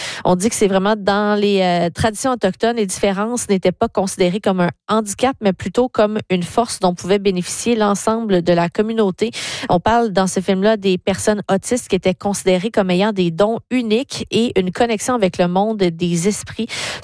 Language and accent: French; Gatineau, Quebec, Canada; pendant que je suis de passage dans ma ville natale à Gatineau